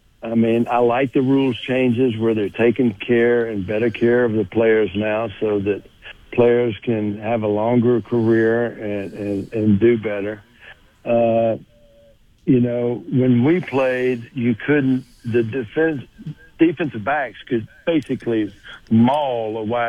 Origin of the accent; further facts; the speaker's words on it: Ruston, Louisiana, United States; You know, of course, I grew up in Ruston, and everybody knows I like the outdoors.